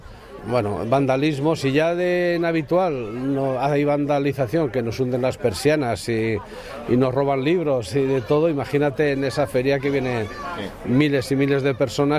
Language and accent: Spanish; Valencia, Valencian Community, Spain; now in Cantabria, Spain; No, del Athletic no, yo vengo de Valencia, lo que tengo más es Mediterráneo y de aquella zona.